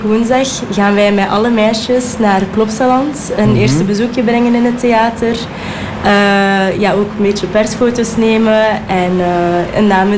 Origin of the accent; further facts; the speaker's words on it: Moerbeke, Flanders, Belgium; Ik ben 21 jaar en ik ben afkomstig uit Moerbeke.